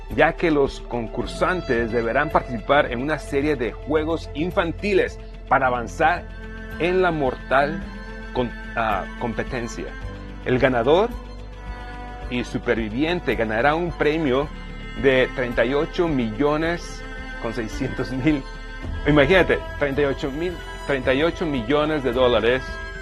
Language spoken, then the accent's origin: Spanish; Mexico; yo soy de México